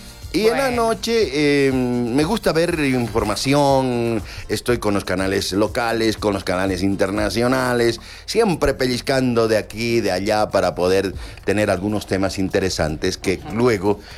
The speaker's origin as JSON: {"language": "Spanish", "country": "Bolivia", "said": "todos somos bolivianos"}